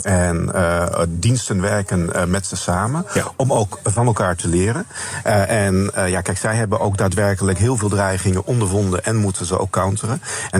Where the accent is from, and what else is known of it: Netherlands